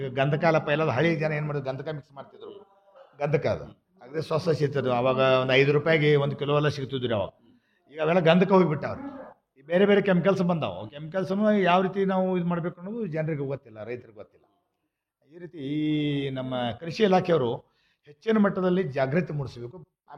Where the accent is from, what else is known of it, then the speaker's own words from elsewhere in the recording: Jugul, Karnataka, India; ನಾನು ಪ್ರಾಪರ್ ಜುಗುಡ್ ರೀ, ಕಾಗವಾಡ ತಾಲೂಕು.